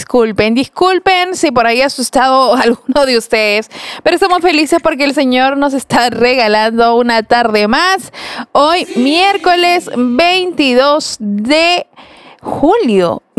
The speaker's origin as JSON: {"language": "Spanish", "country": "Peru", "said": "Soy peruano"}